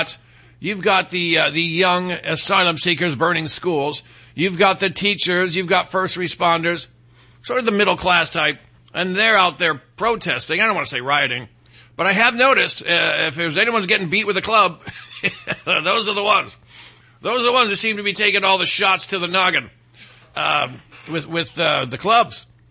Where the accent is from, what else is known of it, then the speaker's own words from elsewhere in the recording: Michigan, United States; Man, they love them pedophiles there in my home state of Michigan.